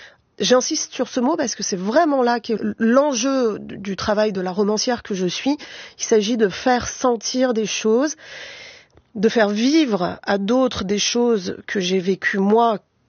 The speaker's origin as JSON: {"language": "French", "town": "Paris", "region": "Île-de-France", "country": "France", "said": "je viens d'un certain quartier de Paris."}